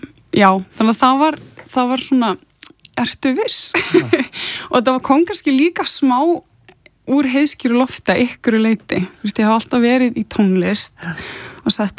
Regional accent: Gothenburg, Västra Götaland County, Sweden; born or raised there

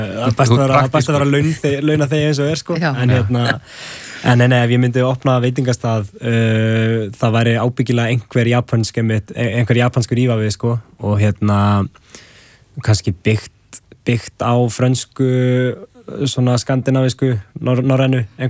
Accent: Siglufjörður, Northeastern Region, Iceland; þú veist ég kem frá Siglufirði og þá var maður ofta að geta sveiðakjama út í sveit hjá systur pappa sko

